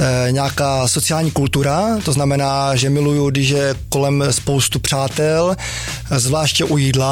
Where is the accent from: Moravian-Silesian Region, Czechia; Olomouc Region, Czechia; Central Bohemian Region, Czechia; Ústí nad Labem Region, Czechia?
Moravian-Silesian Region, Czechia; Ostrava; accent: Ostrava dialect; also born or lived in Crete; z mého DNA ostravské není nic, ale myslím, že mluva. Že mluvím hodně ostravsky a když chci, tak mluvím jako echt ostravsky.